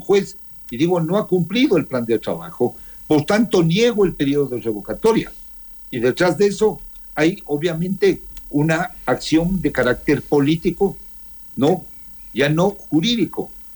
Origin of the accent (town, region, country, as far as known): Ecuador